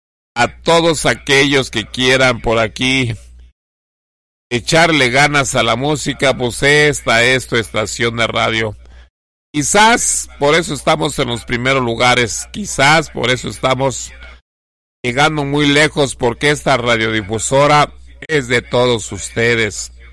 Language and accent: Spanish; Mexico; porque México, somos mexicanos